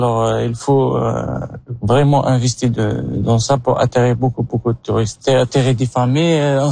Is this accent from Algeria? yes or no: yes; Algeria; moved away as an adult; now in Tracadie, Canada; Algérie, je vis d'une petite ville maritime.